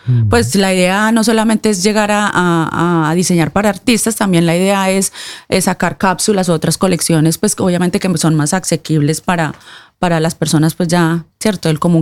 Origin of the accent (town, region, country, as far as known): Colombia; now in Norway